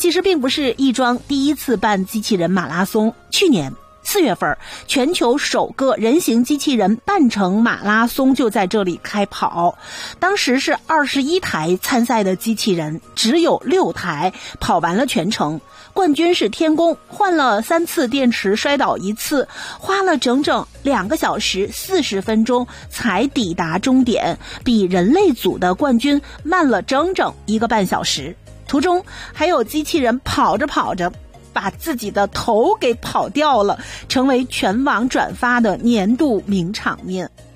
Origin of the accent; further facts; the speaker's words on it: Canada; 真的是展现了我们加拿大人这种大家玩大家乐的心态